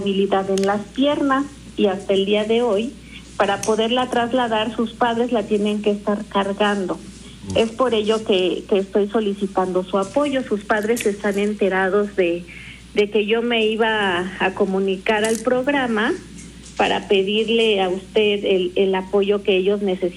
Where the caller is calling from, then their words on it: Cuautlancingo, Puebla, Mexico; Le llamo de Cuautlancingo.